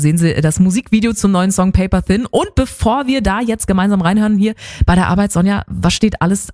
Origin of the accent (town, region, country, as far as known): Potsdam, Brandenburg, Germany